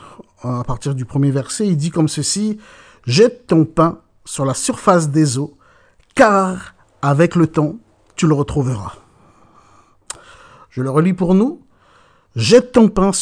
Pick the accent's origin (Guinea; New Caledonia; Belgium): New Caledonia; Maré, Loyalty Islands Province; parce que je suis de ce pays, je suis de Néngoné … je suis de Nété, et je suis également pasteur de l'église ici à Pergame, à Nouméa